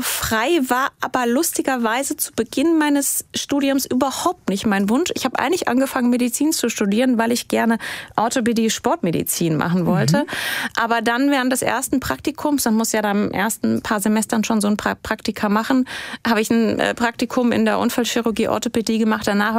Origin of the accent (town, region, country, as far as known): Hesse, Germany; born or raised there; also born or lived in Lower Franconia